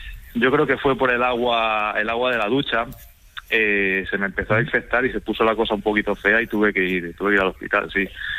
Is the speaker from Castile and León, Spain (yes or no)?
yes; Zamora, Castile and León, Spain; now in Barcelona, Spain